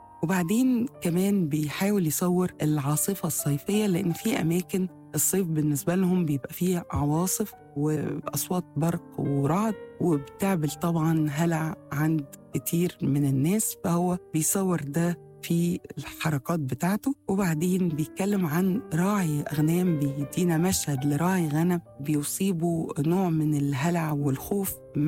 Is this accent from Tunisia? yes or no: no; Egypt; إحساسنا احنا كمصريين